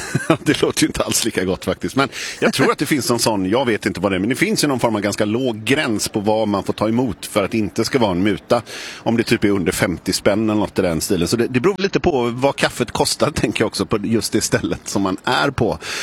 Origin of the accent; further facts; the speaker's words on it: Vallentuna, Stockholm County, Sweden; då ska vi till min hemkommun Vallentuna, och jag är på jakt efter en häst.